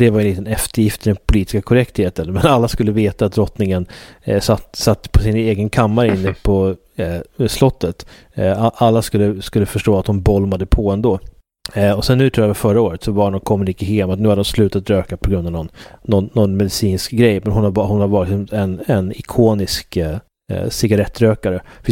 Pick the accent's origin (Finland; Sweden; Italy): Sweden; Man är ju avundsjuk som svensk.